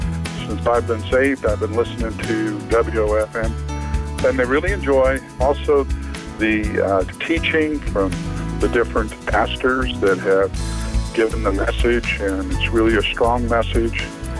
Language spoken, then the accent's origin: English; Bolivar, Ohio, United States; I'm from Bolivar, Ohio.